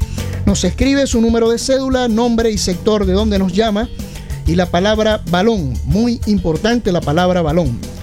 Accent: Venezuela

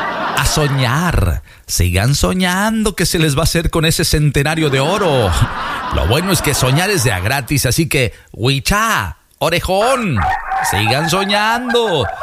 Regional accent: Veracruz, Mexico; Así somos los veracruzanos.

